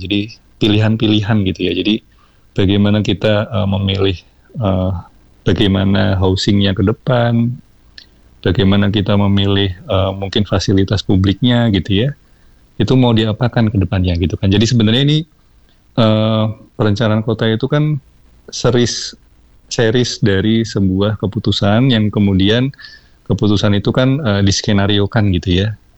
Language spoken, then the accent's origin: Indonesian; Semarang, Central Java, Indonesia; seperti saya besar di Semarang gitu ya